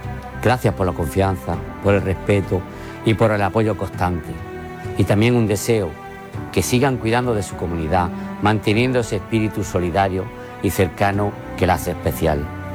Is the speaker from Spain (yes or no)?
yes; Andújar, Andalusia, Spain; born there; Yo nací en Andújar hace 59 años